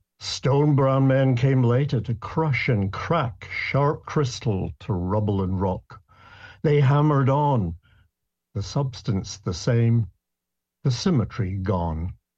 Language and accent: English; Scotland, United Kingdom; I'm a Scot. That's my nationality. And that means that I speak in Scots, which, by the way, is a language.